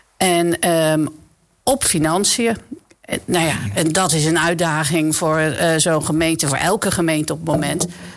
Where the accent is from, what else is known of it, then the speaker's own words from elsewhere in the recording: Dordrecht, South Holland, Netherlands; Ik ben geboren en getogen in Dordrecht. Maar ja, dat kan je bijna niet loszien van Papendrecht. Ik woon net over de brug in Land van Valk.